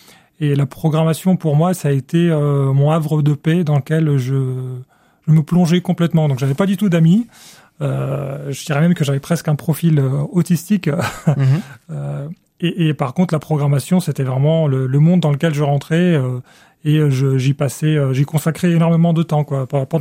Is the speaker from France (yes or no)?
no; Cairo, Cairo Governorate, Egypt; Pour me présenter très vite, j'ai grandi en Égypte, au Caire.